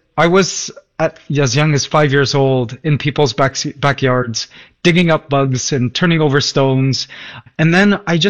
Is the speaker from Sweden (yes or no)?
no; Canada; now in Philippines; I am a Canadian that grew up and was born in Canada, but is currently living in the Philippines.